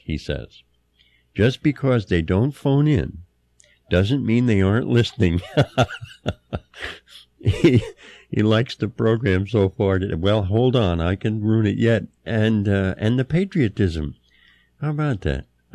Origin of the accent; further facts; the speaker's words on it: New York City, New York, United States; born there; I was born in Long Island College Hospital in Brooklyn, New York